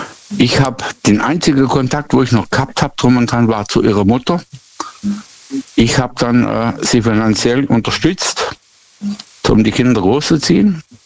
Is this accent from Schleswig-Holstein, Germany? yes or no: no; Baden-Württemberg, Germany; Nee, ich komme nicht aus dem Schwarzwald.